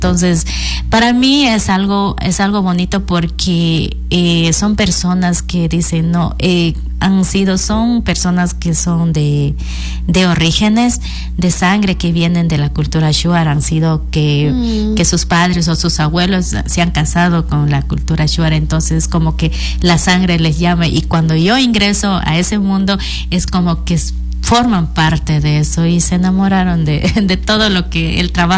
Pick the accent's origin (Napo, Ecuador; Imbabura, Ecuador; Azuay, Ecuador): Napo, Ecuador; Archidona; moved away as an adult; now in Macas, Ecuador; en mi tierra, allá en Archidona, en Napo